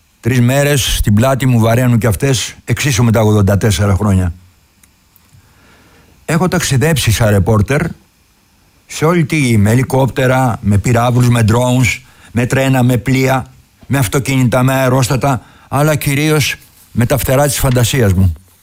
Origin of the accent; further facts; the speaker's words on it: Amyntaio, Western Macedonia, Greece; born there; also born or lived in Thebes / Volos / Florina / Thessaloniki; Μακεδόνας. Γεννήθηκα στο Αμίντεο και τα πρώτα 10 χρόνια μου, λόγω της ιδιότητας του πατέρα μου που ήταν τραπεζικός υπάλληλος, έφτασα στο Δημότυχο, στη Θήβα, στο Βόλο, στη Φλόρνα και στην αγαπημένη μου Θεσσαλονίκη.